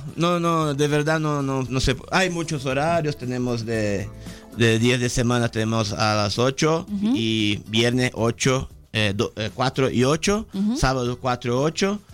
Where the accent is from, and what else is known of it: Brazil; Spanish is a second language; now in Mexico